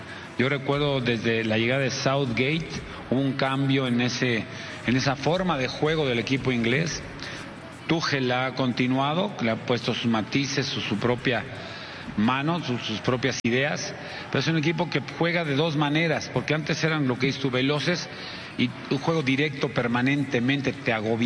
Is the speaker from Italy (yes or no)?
no; Mexico; somos 11 mexicanos que tenemos que hacer gol allá